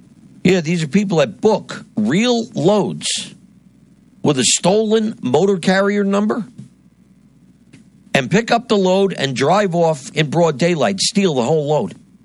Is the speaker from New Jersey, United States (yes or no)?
yes; New Jersey, United States; My home state of New Jersey, for instance, the big problem, tolls.